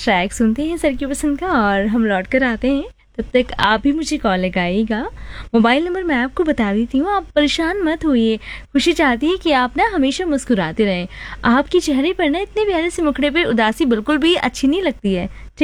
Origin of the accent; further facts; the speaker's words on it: Uttar Pradesh, India; मैं तो यहीं से हूँ, यूपी से ही।